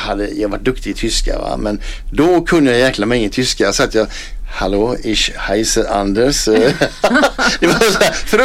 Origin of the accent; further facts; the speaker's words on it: Lerum, Västra Götaland County, Sweden; now in Ljungby, Sweden; Innan dess så växte jag upp i Lerum utanför Göteborg.